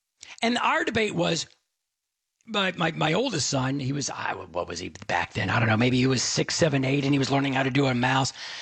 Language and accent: English; Dallas, Texas, United States; And I remember, again, growing up in Dallas, and Houston didn't have 7-Elevens, maybe at least not back in the day.